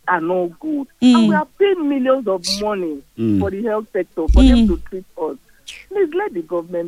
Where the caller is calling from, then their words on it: Nigeria; I'm from Sulere.